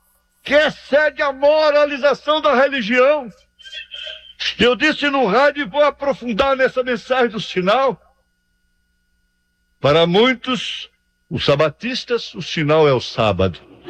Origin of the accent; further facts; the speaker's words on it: Trindade, Goiás, Brazil; lá na minha cidade, Trindade, minha cidade natal.